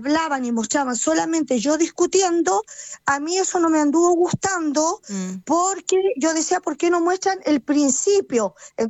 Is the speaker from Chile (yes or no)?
yes; Chile